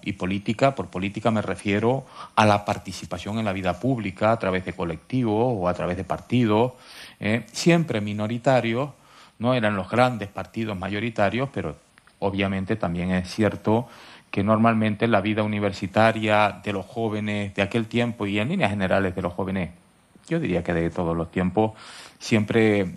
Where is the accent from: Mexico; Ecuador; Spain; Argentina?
Spain; La Palma, Canary Islands; also born or lived in Tenerife / La Laguna; yo creo que tanto mi niñez y mi vida, digamos, mi adolescencia en La Palma, como mi juventud aquí en Tenerife y más concretamente en La Laguna, pues fueron configurando un poco las características personales que tengo hoy